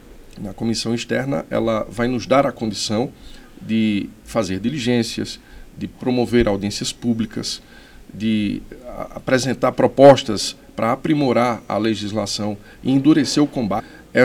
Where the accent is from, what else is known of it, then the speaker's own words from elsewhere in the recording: Pernambuco, Brazil; Lá no meu estado de Pernambuco